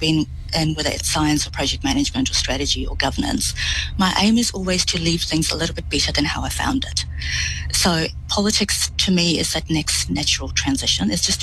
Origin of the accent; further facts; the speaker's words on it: South Auckland, Auckland, New Zealand; also born or lived in Fiji; So I was born in Fiji. My mum's family were sugarcane farmers from the western part of the island. Dad's family came from Tavuni and Kandavu and then finally settled in Suva. After the first military crews were moved to Auckland. So I grew up in South Auckland.